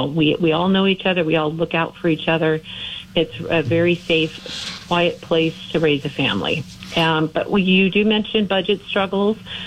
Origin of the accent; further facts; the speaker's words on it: Simi Valley, California, United States; born there; also born or lived in Northridge; My parents moved the family here from Northridge in 1978